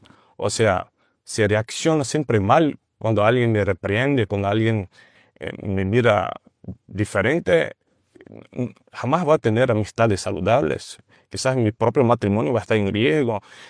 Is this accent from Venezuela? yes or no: no; Brazil; Spanish is a second language; Soy de Brasil.